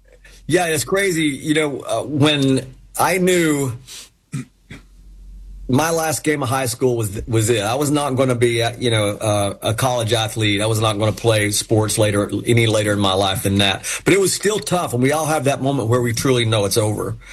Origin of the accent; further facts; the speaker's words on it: Knoxville, Tennessee, United States; Growing up in East Tennessee and in Knoxville, we didn't have a pro allegiance to anything. It was all just Tennessee football. And we grew up out in the country